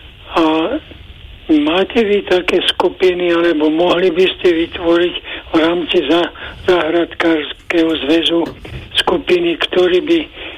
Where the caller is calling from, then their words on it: Malacky, Bratislava Region, Slovakia; v Stupave, v Malackách, alebo kde, lebo ja volám od Malaciek.